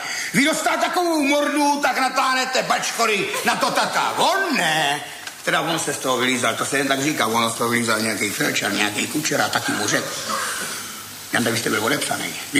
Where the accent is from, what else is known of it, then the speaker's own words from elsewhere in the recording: Brno, South Moravian Region, Czechia; No to byl z Brna, já jsem taky z Brna. Rodáci z Brna jsme, tam jsme jí chodili s Jandou do školy.